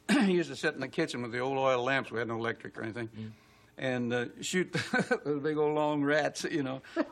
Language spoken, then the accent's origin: English; Portsmouth, Ohio, United States; born there; moved away; also born or lived in Cincinnati, Ohio